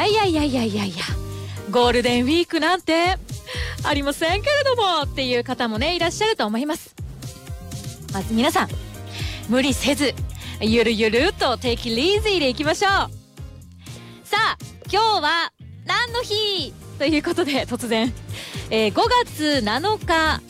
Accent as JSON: {"language": "Japanese", "region": "Okinawa", "country": "Japan", "said": "私沖縄出身なんですけど、沖縄にいる時はそんなに粉もんって口にしたことないかもしれないですね。"}